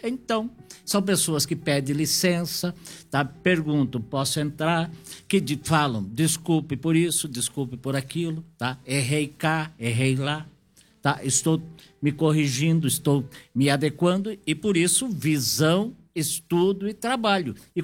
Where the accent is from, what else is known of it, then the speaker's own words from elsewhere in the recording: Brazil; nós somos brasileiros